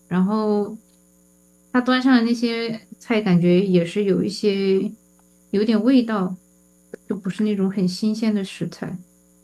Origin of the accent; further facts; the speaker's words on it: Sichuan, China; now in Seattle, United States; 都是土生土长的四川人。